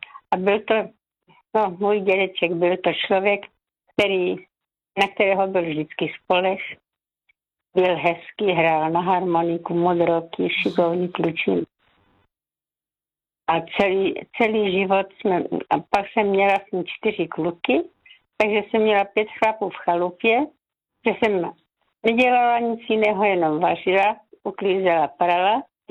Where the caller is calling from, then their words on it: Znojmo, South Moravian Region, Czechia; A jsem posluchačka ze Znojma z penzionu u Kauflandu.